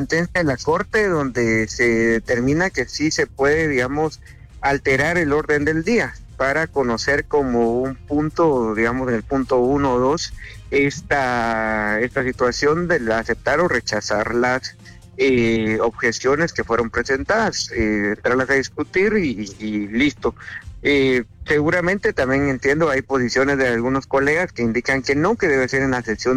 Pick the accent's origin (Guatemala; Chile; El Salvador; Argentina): Guatemala